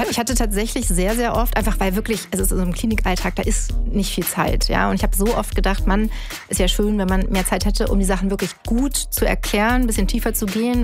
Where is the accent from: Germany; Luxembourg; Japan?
Germany; born there; ich bin hier geboren